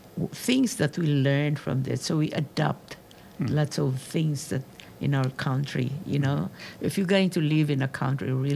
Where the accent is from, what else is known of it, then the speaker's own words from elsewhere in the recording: Philippines; now in Australia; I still retain as a Filipino.